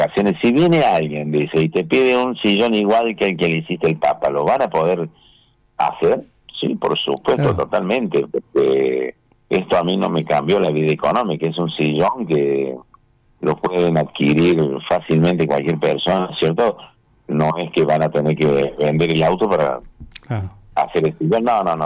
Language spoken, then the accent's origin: Spanish; Argentina; Al margen de que cada uno ya nace en distintas provincias, somos todos argentinos.